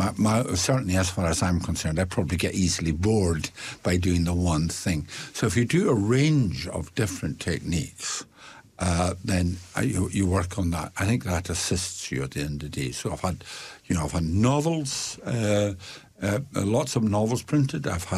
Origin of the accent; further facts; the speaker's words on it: Isle of Lewis, Scotland, United Kingdom; which again is a place name that I'm known from Lewis, the Isle of Lewis. There's a Broad Bay in the Isle of Lewis too, that I used to see quite often when I was younger.